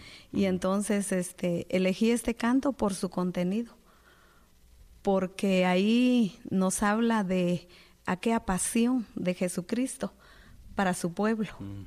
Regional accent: San Pedro Sacatepéquez, San Marcos, Guatemala; yo nací y crecí en San Pedro, Zacatepeques, en el departamento de San Marcos.

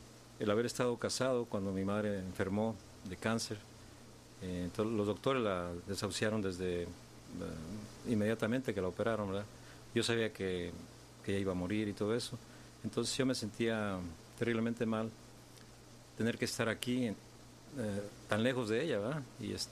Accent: Mexico; now in Chicago, United States; Soy mexicano y al igual que mi esposa, llevo muchos años radicado en Chicago, 1968 para ser exactos.

